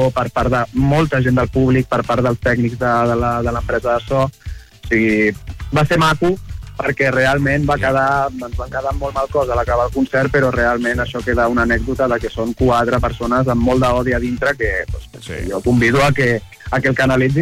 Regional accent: Catalonia, Spain; nosaltres venim de Catalunya

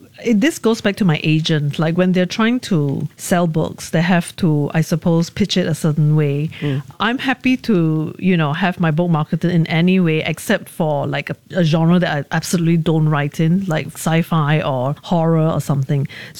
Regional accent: Malaysia; I feel like as a Malaysian writer

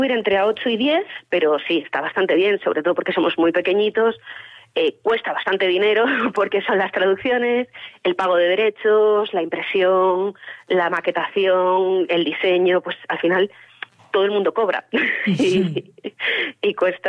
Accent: Sanabria, Castile and León, Spain; Pues, a ver, yo soy de Sanabria, de siempre, de ir al cole, de criarme allí. Y yo siempre tuve claro que aunque, pues por estudios, por trabajo, yo me fui, si creaba algo mío, tenía que ser allí.

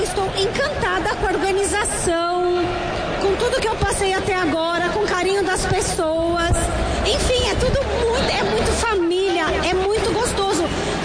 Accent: São Paulo, Brazil; vim de São Paulo pra falar. Vocês falam bora Bahia, em São Paulo a gente vai falar assim, vai Bahia!

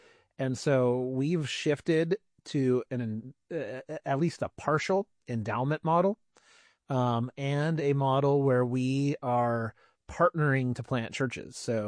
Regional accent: Hollister, California, United States; And then Hollister as well, my hometown, and we're working to plant a Spanish church there.

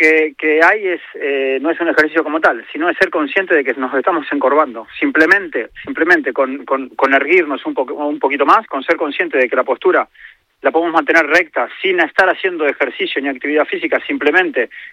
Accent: Spain; moved away; pero yo hace nada vine de España y hace 25 años

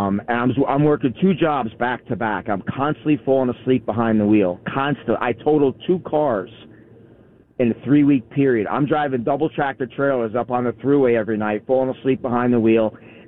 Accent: New Jersey, United States; I grew up in New Jersey, you know, and New Jersey, you know

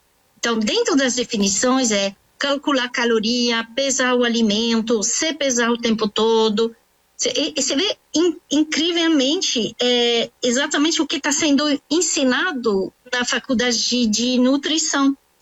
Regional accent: France; Portuguese is a second language; also born or lived in United States; now in Brazil

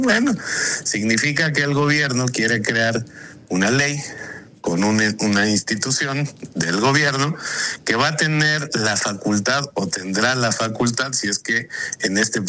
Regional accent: Mexico; quienes somos simplemente mexicanas y mexicanos.

